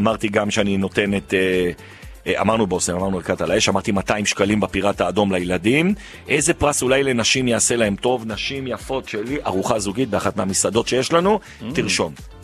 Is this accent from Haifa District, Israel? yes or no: no; Jerusalem, Jerusalem District, Israel; כי אני ירושלמי.